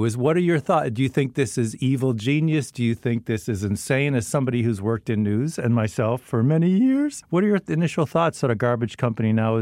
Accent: Cape Breton, Nova Scotia, Canada; I'm from Nova Scotia. I grew up in Cape Breton

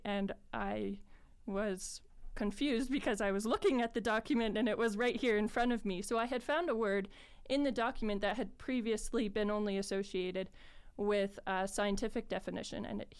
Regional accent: Smithers, British Columbia, Canada; moved away as an adult; now in Prince George, Canada; I was born in BC, but I lived most of my life in Smithers, just 4 hours away from here.

